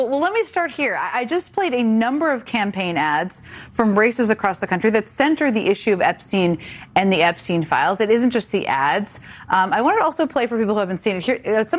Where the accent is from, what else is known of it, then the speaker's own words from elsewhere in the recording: Virginia, United States; The turnout in my home state of Virginia is nearly double what it was just 4 years ago.